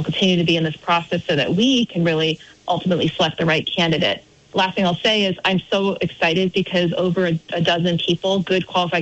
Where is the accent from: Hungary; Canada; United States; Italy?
Canada; Barrie, Ontario; when I served alongside Peter Anthony from my hometown of Barrie